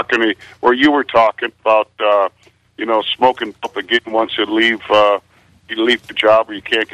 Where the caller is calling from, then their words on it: Michigan, United States; here in Michigan changed when I was 18 to be able to buy. And from then on, I'm 59 now.